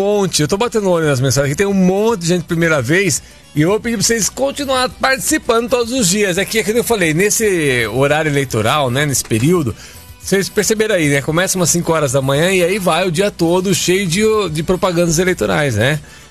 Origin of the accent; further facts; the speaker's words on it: Araras, São Paulo, Brazil; Ele tá na minha terra natal, na minha cidade, Araras